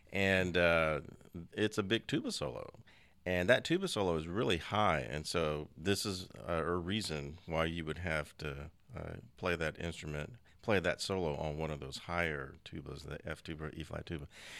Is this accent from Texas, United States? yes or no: yes; Austin, Texas, United States; also born or lived in Conroe, Texas; I was born in Conroe, and eventually we moved to Austin, which is where I grew up